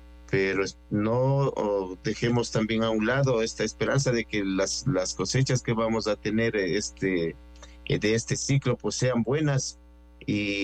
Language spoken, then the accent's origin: Spanish; Ecuador; como buen ecuatoriano toca apoyar a nuestra selección